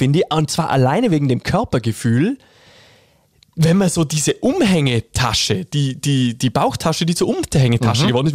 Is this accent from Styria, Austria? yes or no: no; Vorarlberg, Austria; Wir sind Vorarlberger, wir sind ja keine Wiener